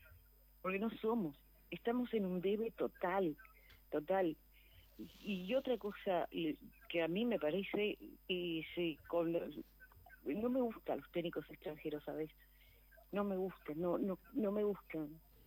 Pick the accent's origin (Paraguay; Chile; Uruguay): Uruguay; somos así los uruguayos